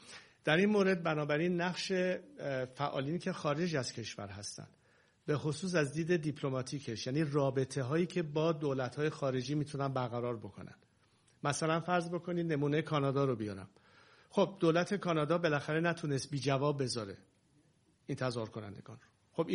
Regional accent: Iran; moved away; ما که در خارج از ایران هستیم،

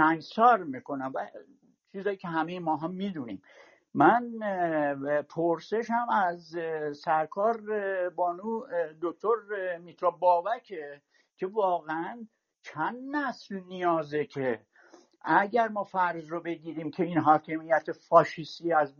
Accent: Iran; moved away; من الان 37 ساله که خارج از ایرانم، یعنی یه چند سالی بوده، 2-3 سالی بود که انقلاب شده بود اومدیم این

